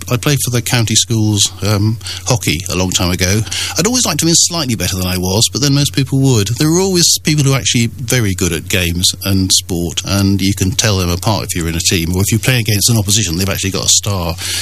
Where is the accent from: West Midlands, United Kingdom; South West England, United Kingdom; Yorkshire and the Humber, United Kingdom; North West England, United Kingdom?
South West England, United Kingdom; Cheltenham; born there; moved away; I was born in Cheltenham and we lived round about Catherley Park. In fact, we lived on Bournside Road